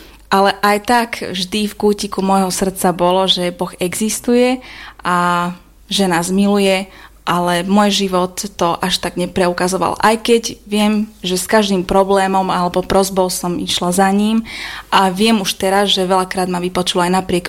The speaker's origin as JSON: {"language": "Slovak", "region": "western Slovakia", "country": "Slovakia", "said": "pochádzam zo západného Slovenska, mám 24 rokov"}